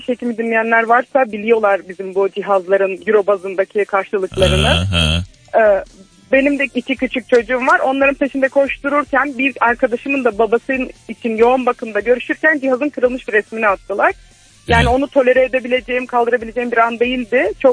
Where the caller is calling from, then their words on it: Mersin, Turkey; Şu an Mersin'den arıyorum